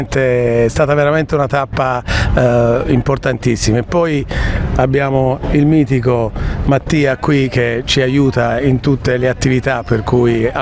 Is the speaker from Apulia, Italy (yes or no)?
yes; Taranto, Apulia, Italy; per me da Tarantino riuscire ad ormeggiare qui con la mia barca sotto il ponte girevole è stata un'emozione fortissima.